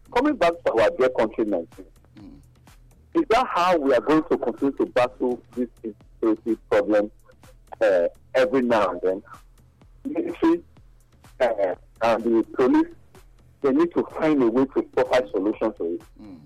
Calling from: Ogun, Nigeria; I'm calling from Ogun.

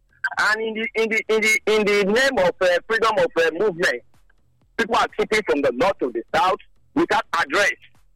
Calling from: Nigeria

